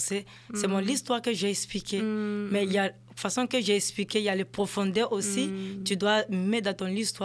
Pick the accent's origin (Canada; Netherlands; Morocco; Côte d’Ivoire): Côte d’Ivoire; now in France; moi je suis ivoirien.